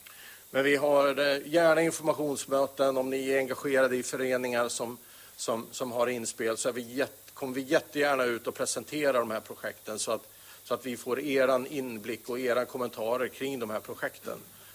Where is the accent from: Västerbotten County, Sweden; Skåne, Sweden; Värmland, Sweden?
Värmland, Sweden; Inte bara för att jag är värmlänning utan också för er som är i Torsby.